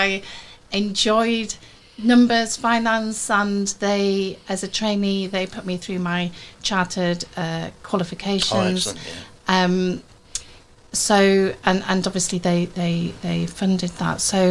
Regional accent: York, Yorkshire and the Humber, United Kingdom; But my hometown is York. I was born in York, went to school in York, went to the Bar Grammar School, so from a Catholic family, taught by nuns.

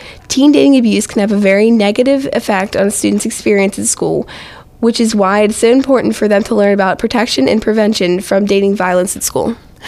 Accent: South Allegheny, Pennsylvania, United States; I'm 17 from South Allegheny.

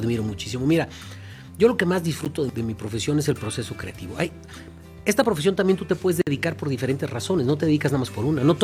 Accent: Mexico; son los usos y costumbres de cómo somos los mexicanos.

